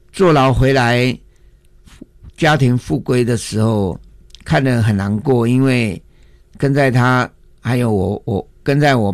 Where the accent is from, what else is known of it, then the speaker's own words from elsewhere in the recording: Daxi, Taoyuan, Taiwan; also born or lived in Yangmei, Taoyuan; 我的老家 嗯， 在大溪哈桥隘，我的家两楼半